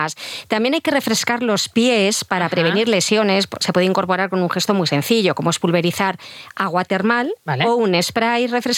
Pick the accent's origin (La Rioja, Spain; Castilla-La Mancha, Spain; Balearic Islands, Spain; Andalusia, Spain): La Rioja, Spain; Logroño; En Logroño, que es mi tierra.